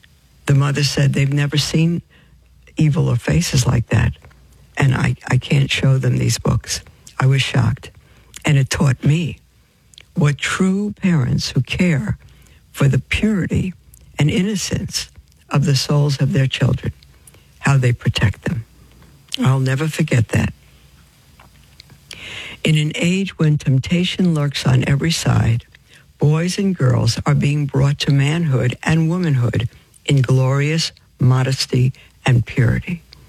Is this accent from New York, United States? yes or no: yes; Brooklyn, New York, United States; when I was growing up in Brooklyn in my Jewish home, we didn't get rewards for doing things.